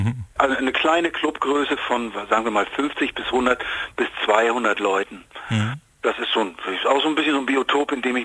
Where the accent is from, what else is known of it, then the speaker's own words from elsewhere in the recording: Hamburg, Germany; ich komme ja aus Hamburg